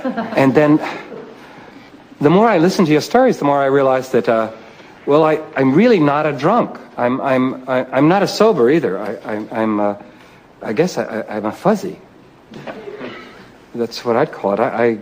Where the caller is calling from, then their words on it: New England, United States; I come from New England. I come from a long line of sober people.